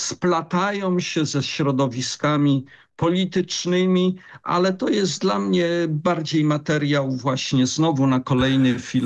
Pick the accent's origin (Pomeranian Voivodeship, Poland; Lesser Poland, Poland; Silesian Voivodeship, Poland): Pomeranian Voivodeship, Poland; Gdańsk; jestem z Gdańska, a właściwie z Trójmiasta